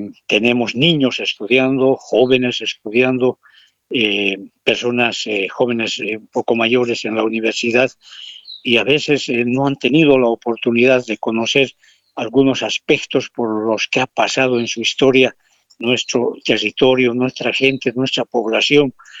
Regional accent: Bolivia; espero que este recordatorio sirva para relevar lo que somos los bolivianos

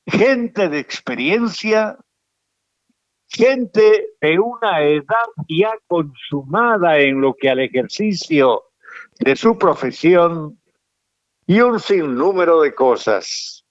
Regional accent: Tarija, Bolivia; ¿será que soy boliviano o soy únicamente tarijeño? Yo soy tarijeño, señores.

